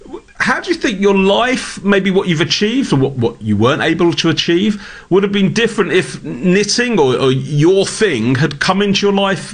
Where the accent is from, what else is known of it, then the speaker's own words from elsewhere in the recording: England, United Kingdom; I'm proud Englishman